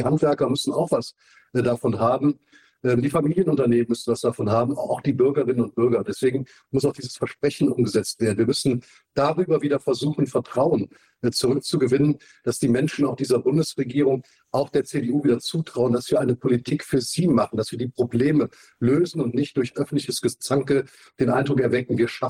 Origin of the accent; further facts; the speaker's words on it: Rhineland-Palatinate, Germany; Ich komme aus der Vulkaneifel, war viele Jahre ehrenamtlicher Geschäftsführer des deutsch-luxemburgischen Naturparks.